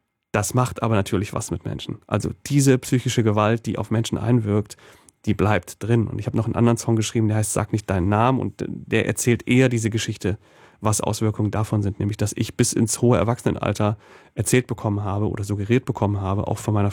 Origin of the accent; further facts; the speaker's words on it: East Germany, Germany; now in Berlin, Germany; Ich bin aus dem Osten gekommen, bin dann hierher zum Studieren nach Berlin